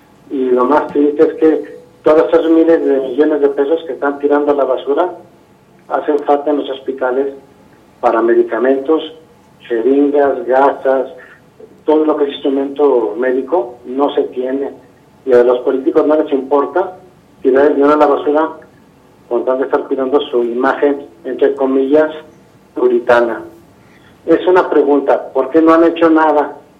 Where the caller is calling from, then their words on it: Fresnillo, Zacatecas, Mexico; De aquí de Tresillo.